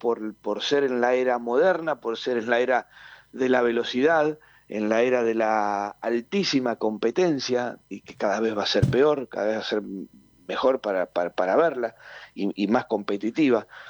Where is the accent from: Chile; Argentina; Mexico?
Argentina; now in Italy; y cuando te reconocen acá como argentino, te preguntan por Messi. En el país de Diego te preguntan por Messi.